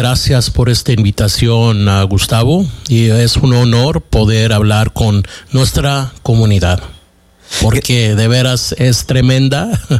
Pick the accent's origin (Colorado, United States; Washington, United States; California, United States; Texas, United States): Washington, United States; Othello; Yo vengo de los pueblos de Marwa, Canel. Ese es donde yo crecí y nací, en Otelo. Ese es primeramente de donde vengo, pero eso, obvio, mis padres vienen de Michoacán.